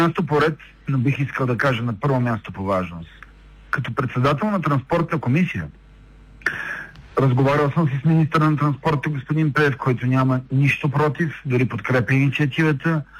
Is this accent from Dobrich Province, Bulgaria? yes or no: no; Plovdiv, Plovdiv Province, Bulgaria; аз съм повечето дни от седмицата съм в Пловдив, аз съм пловдивчанин и си обичам града